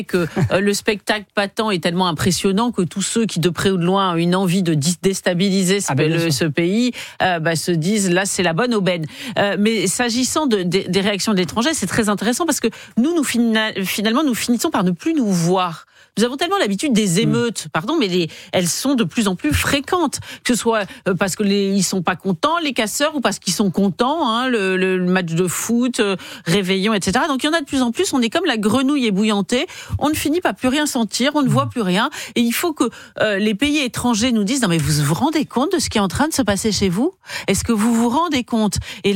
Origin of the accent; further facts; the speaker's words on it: France; on se sent humilié presque en tant que Français